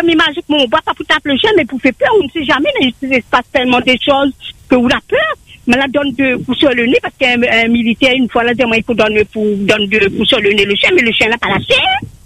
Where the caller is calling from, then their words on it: Saint-Denis, Réunion; Je téléphone de Moufia.